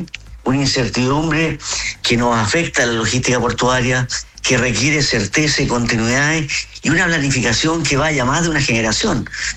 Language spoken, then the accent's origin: Spanish; Valparaíso, Chile; Como buenos porteños, sí. Estamos acostumbrados a algo, en algo a esto.